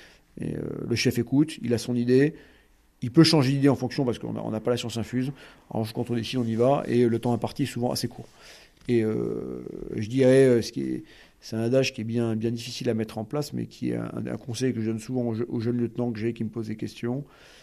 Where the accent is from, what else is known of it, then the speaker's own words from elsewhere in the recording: France; Et puis, en tant que Français, c'est aussi un Saint-Patron de la France.